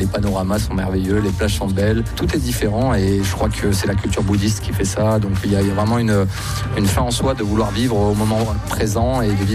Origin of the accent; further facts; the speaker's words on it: Nice, Provence-Alpes-Côte d'Azur, France; C'est un petit village qui est dans l'arrière-pays niçois parce que je suis originaire de Nice